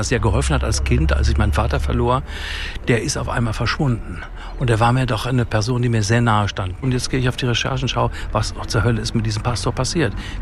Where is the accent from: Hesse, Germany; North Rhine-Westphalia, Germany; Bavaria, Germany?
Hesse, Germany; Großkrotzenburg; Ich bin in Groß-Kotzenbosch groß geworden, am Main. Ah ja, und ich bin dann in Aschebesche zur Schule gegangen